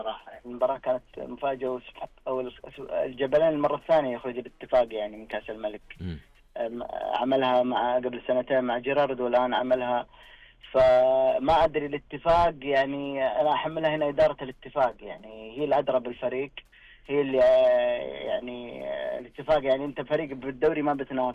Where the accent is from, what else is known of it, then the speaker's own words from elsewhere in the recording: Saudi Arabia; إحنا نعاني منها كمدربين سعوديين